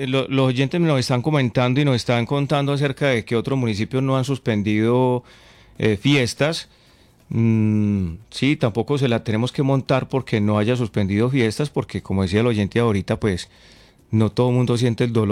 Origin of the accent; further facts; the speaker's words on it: Concordia, Antioquia, Colombia; yo felicito a la alcaldesa de mi pueblo, de Concordia, a la doctora Alexandra Herrera.